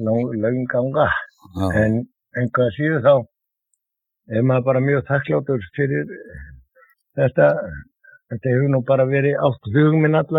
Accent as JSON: {"language": "Icelandic", "town": "Reykjavík", "region": "Capital Region", "country": "Iceland", "tie": "born or raised there", "said": "Já, ég er fæddur og uppalinn í Klefsholtinu"}